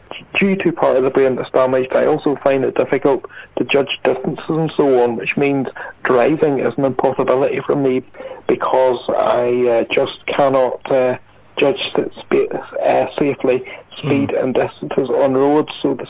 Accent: Ballymena, Northern Ireland, United Kingdom; my home church, which is Victory Praise Community Church, which is in my hometown of Ballymena.

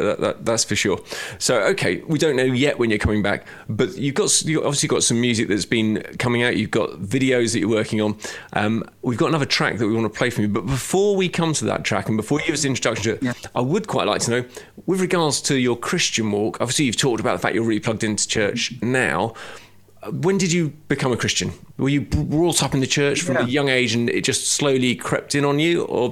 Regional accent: London, United Kingdom; Being a Londoner

